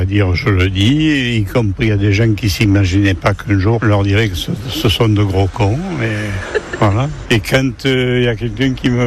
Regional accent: Provence-Alpes-Côte d'Azur, France; Du Var, c'est pas mal, mais les jeunes sont un peu plus cons qu'ici.

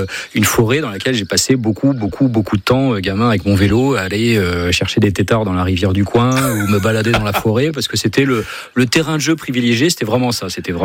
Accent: Nouvelle-Aquitaine, France; born there; also born or lived in Valognes, Normandy; je suis né à Valogne, j'y suis resté une année et demie, et après on est parti en Gironde. Mais je suis retourné à Valogne.

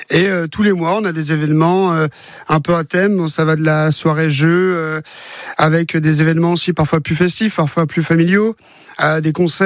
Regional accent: Bayonne, Nouvelle-Aquitaine, France; moved away as an adult; now in Mayenne, France; moi, à la base, j'ai grandi à Bayonne, dans le sud-ouest. Je suis arrivé en Mayenne de par ma compagne.

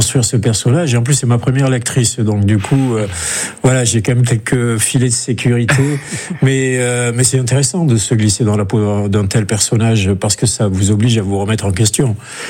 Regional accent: France; Moi, je suis français.

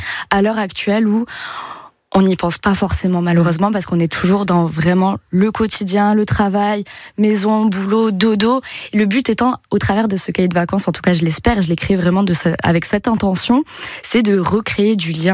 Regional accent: Toulouse, Occitanie, France

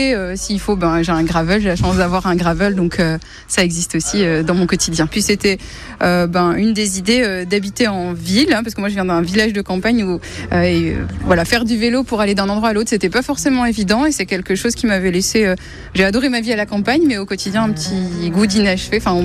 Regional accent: Metz, Grand Est, France; je suis de Metz, voilà, on vit sur Metz avec ma famille depuis quelques temps maintenant.

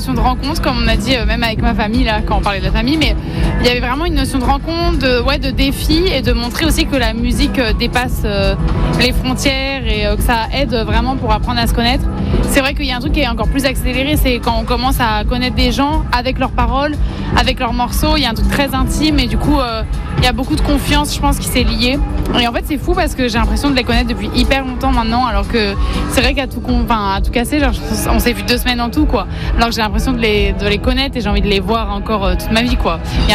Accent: Rennes, Brittany, France; born there; il y a eu plusieurs villes, je suis née à Rennes moi. Et sinon, ouais, c'est toute ma famille qui est à Cancale

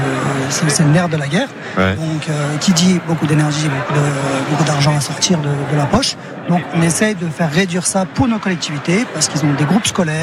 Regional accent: Grand Est, France; now in Peyrestortes, France; à la base, je suis de Lorraine. Ouais. Donc, moi, je me suis dit, tiens, je vais prendre la diagonale de la France et je suis arrivé à Perpignan.

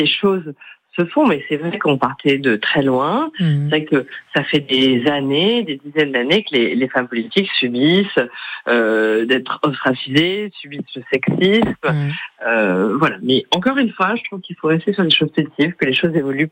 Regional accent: Calvi, Corsica, France; also born or lived in Bastia; je suis originaire, je suis corse.

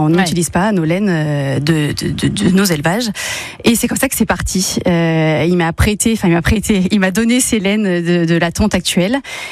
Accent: Saint-Étienne, Auvergne-Rhône-Alpes, France; also born or lived in Lyon / Paris; je suis un pur produit stéphanois, hein, je suis née à Saint-Étienne et je suis partie pour mes 17 ans, pour les études, donc de stylisme à Lyon et Paris

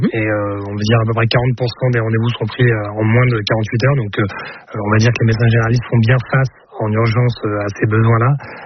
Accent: Hauts-de-France, France; moi je viens de Picardie, de l'Aisne par exemple

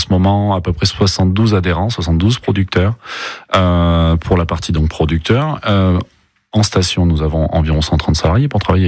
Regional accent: Nouvelle-Aquitaine, France; moi je suis de Saint-Sandrin à côté de Pompadour

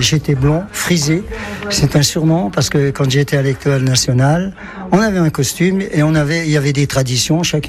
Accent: Saint-Laurent-du-Pont, Auvergne-Rhône-Alpes, France; Je suis né à Saint-Laurent-du-Pont, à l'hôpital de Saint-Laurent-du-Pont.

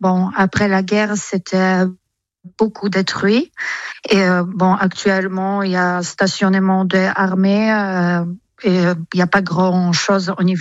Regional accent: Biała Podlaska, Lublin Voivodeship, Poland; Donc, je viens de Pologne et ma ville d'origine, c'est une petite ville vers l'est de Pologne, avec, proche des frontières avec Biélorussie, à peu près 60 km de frontières avec Biélorussie. Et ma ville de naissance s'appelle Biała-Podlaska.

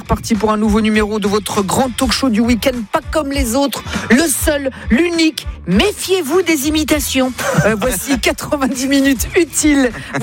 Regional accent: Italy

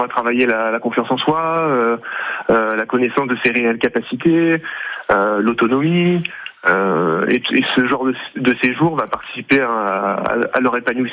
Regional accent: Yvetot, Normandy, France; born there; Alors la Normandie, moi je suis originaire de Normandie puisque je suis né à Ifto. Ma famille habite toujours à Ifto

